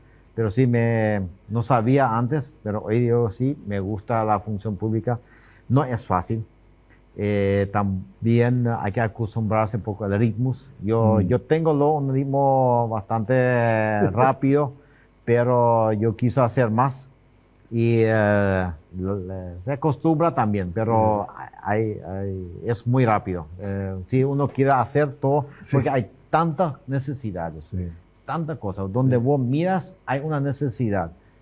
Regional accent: Paraguay; yo soy paraguayo, o sea, yo voy a quedar en Paraguay. Yo demasiado amo a Paraguay.

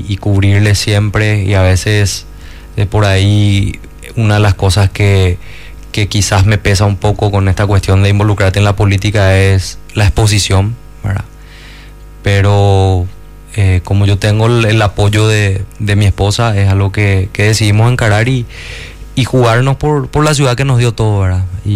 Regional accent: Luque, Central, Paraguay; nosotros somos luqueños, ¿verdad? Incluso hasta a veces se pone en duda si somos paraguayos antes que luqueños

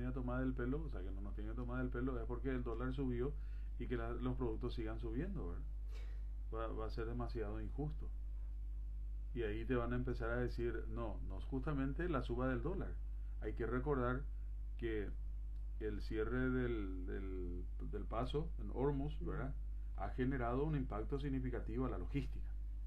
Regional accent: Paraguay

